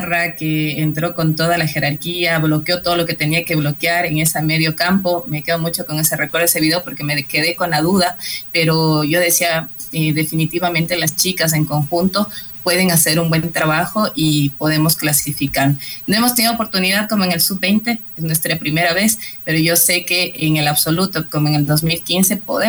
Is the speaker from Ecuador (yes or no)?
yes; Ecuador; como selección del Ecuador, como jugadoras ecuatorianas